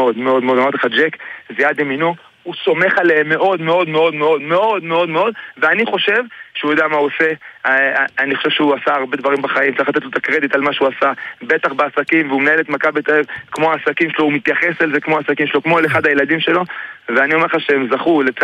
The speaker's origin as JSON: {"language": "Hebrew", "town": "Jerusalem", "region": "Jerusalem District", "country": "Israel", "tie": "born or raised there", "said": "קודם כל, אני ירושלמי, כמו שאמרתי לך, אני עכשיו בירושלים, גדלתי"}